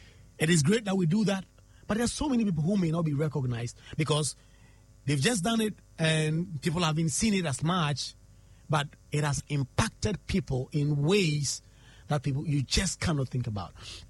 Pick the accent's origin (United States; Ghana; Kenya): Ghana; Nangese, Eastern Region; I grew up in Nangese. It's a community around Suhum and Koforidua. In fact, it's in the middle of Suhum and Koforidua. The regional capital is Koforidua, Eastern Regional Capital, Koforidua.